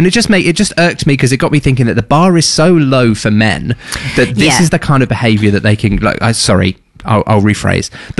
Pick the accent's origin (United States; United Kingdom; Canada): United Kingdom; England; moved away as an adult; now in Australia; I, as an English person moving to Australia